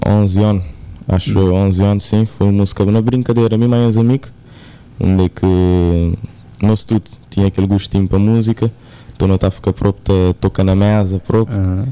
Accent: Sal, Cape Verde; also born or lived in São Vicente (birthplace, uncertain ASR); Sal. Nunca nasci ali, nasci na São Sendo, mas criei toda a minha vida ali na sala. Então, te considero a mim mesmo um salgadinho.

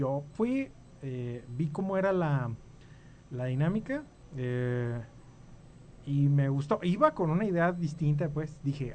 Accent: Aquiles Cerdán, Jalisco, Mexico; un ranchito que se llama Aquiles Cerdán, que está para

